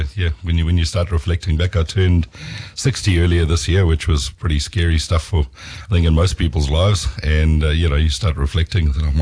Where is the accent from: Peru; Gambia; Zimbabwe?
Zimbabwe; also born or lived in Tsumeb, Namibia; now in Taranaki, New Zealand; But we relocated, moved to Zimbabwe, then Rhodesia, at the ripe age of two. And that's kind of what I've sort of deemed to be my formative years, was growing up in, again, a small mining town, but in the really rural, you know, Zimbabwe countryside.